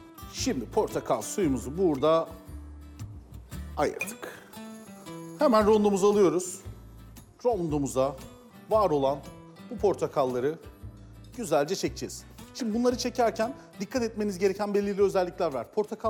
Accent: Adana, Turkey; Biliyorsunuz ben Adanalıyım. Adana'da portakal reçeli çok fazla yapılır. Böyle turunçgil bahçeleri vardır, uçsuz bucaksız bahçeler vardır.

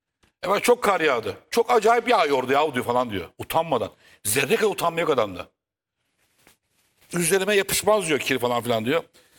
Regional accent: Kadıköy, Istanbul, Turkey; Ben Kadıköylüyüm.

